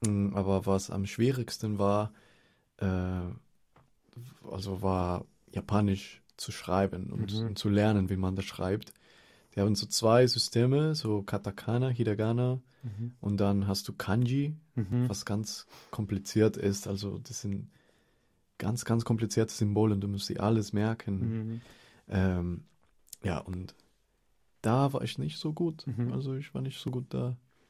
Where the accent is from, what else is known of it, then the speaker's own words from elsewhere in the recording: Colombia; first language Spanish; German is a second language; moved away; ich kann Deutsch und Englisch, Spanisch, also das ist meine Muttersprache, weil ich aus Kolumbien komme. Ich kann ein kleines bisschen Japanisch auch.